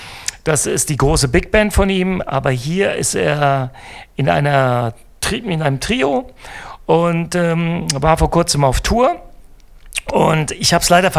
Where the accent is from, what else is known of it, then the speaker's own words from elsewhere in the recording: Frankfurt, Hesse, Germany; haben sie in meiner alten Heimat gespielt, in Frankfurt, im Dreikönigskeller